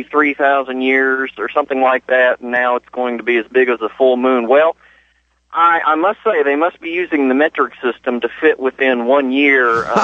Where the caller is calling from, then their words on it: Indiana, United States; I'm calling from Indiana